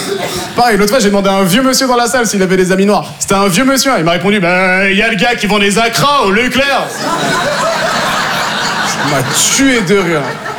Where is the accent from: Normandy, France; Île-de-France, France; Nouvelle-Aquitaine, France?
Normandy, France; born there; Moi, je suis né en Normandie.